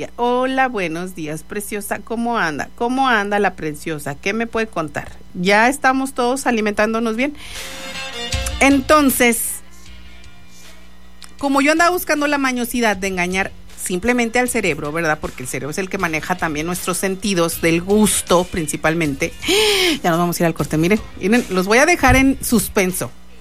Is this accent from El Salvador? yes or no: no; Mexico; así somos los mexicanos, bien mañosos.